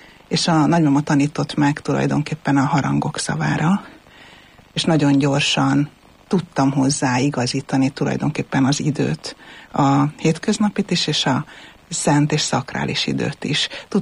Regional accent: Tiszaföldvár, Jász-Nagykun-Szolnok, Hungary; born there; Tiszaföldváron születtem, 1970-ben kereszteltek meg, és a legelső családi történeteimhez nagyon erősen kapcsolódik a hit.

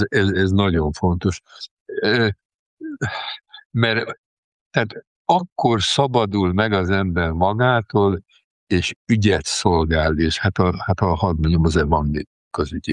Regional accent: Sopron, Győr-Moson-Sopron, Hungary; én soproni vagyok

